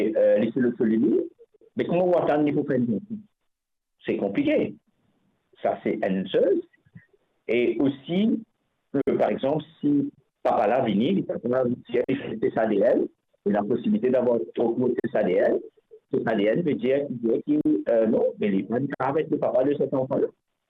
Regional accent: Mauritius; moi je viens de Mauricien

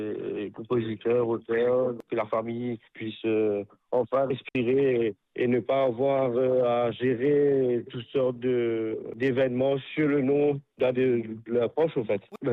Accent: Port Louis, Mauritius; 57 ans, habitant de Rosbois.

